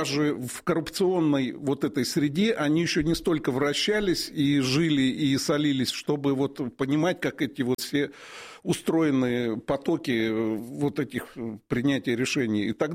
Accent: Siberia, Russia; Ермак – это вот я из Сибири родом, и Ермак Тимофеевич, значит, как-то открывал эту Сибирь

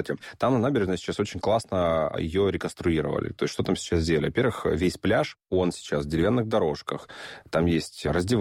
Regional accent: Horlivka, Donetsk Oblast, Ukraine; я же там из Горловки, у нас в магазинах стояло это Жигулевское.

